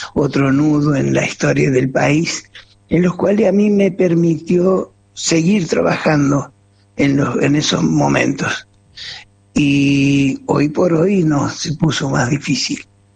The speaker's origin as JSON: {"language": "Spanish", "town": "San Martín", "country": "Argentina", "tie": "born or raised there", "moved": "yes", "said": "es en mi pueblo, en San Martín"}